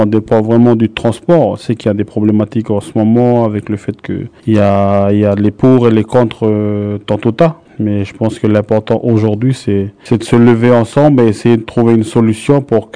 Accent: Lifou, Loyalty Islands Province, New Caledonia

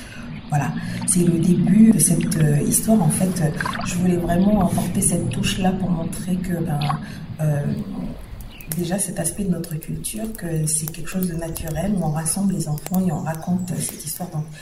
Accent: Lifou, Loyalty Islands Province, New Caledonia; moved away; also born or lived in New Zealand / Nouméa; on rentre au pays. Et donc avec les enfants, on rentre à Lifou.

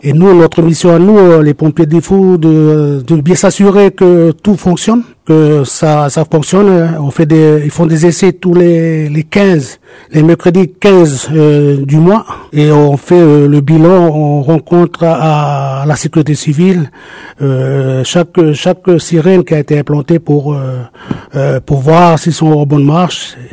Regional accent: Païta, South Province, New Caledonia; also born or lived in Yaté; Je viens de Païta. Après, j'étais à Iaté.

